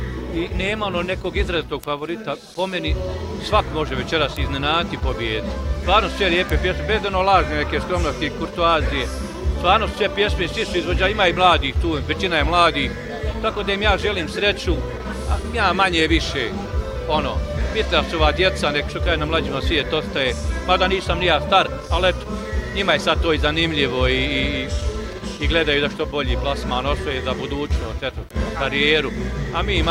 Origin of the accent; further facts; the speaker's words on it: Bosnia & Herzegovina; Kod nas u Bosni ima lijepi kona uvijek.